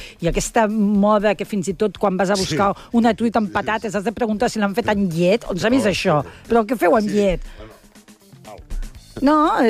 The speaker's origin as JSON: {"language": "Catalan", "town": "Lleida", "region": "Catalonia", "country": "Spain", "moved": "yes", "lives_now": "Barcelona, Spain", "said": "Els que som de Lleida"}